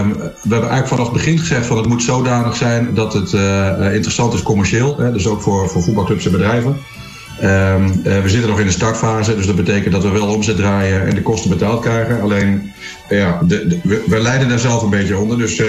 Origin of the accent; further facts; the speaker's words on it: Zwolle, Overijssel, Netherlands; Ik kom uit Zwolle, zeg maar, dus we hebben seizoenskaarten bij PEC.